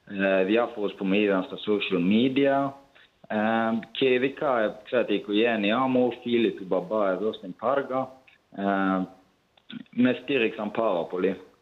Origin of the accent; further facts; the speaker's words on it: Norway; moved away; Εγώ μεγάλωσα στην Νορβηγία, σε ένα μικρό νησί.